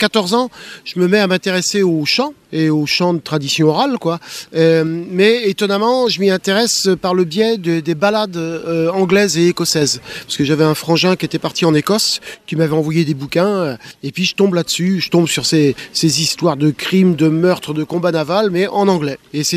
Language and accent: French; Nantes, Pays de la Loire, France; Ouais, je suis né à Nantes, d'une mère malouine et d'un père de Château-Gontier, comme tous les Nantais, hein, c'est une ville de carrefour, quoi. Et donc je suis un pur jus Nantais, ouais.